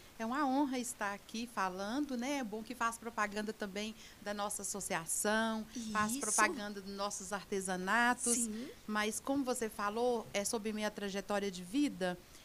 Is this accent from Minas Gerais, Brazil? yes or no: yes; Dom Serafim, Minas Gerais, Brazil; born there; also born or lived in Itamarandiba; Eu sou a primeira filha. Eu nasci na zona rural, lá em Dom Serafim.